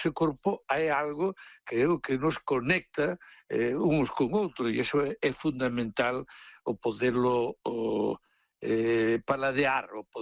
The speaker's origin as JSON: {"language": "Galician", "town": "Padroso", "region": "Galicia", "country": "Spain", "tie": "born or raised there", "said": "Tuve unhas mestras, sempre mulleres, na escola unitaria, lá en Abeleda, ao lado da miña aldea de Padroso"}